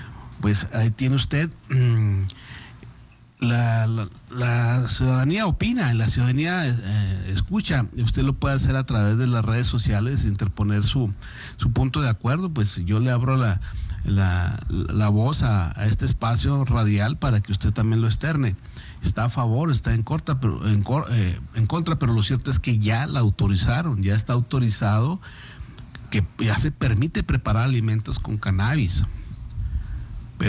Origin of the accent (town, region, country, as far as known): Mexico